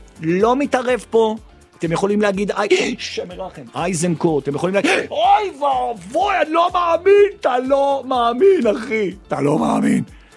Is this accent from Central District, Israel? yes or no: no; Jerusalem, Jerusalem District, Israel; גם כירושלמי זה מוסיף לי יותר, ולכן הכבוד שלי לתשעה באב הוא עצום בצורה בלתי רגילה.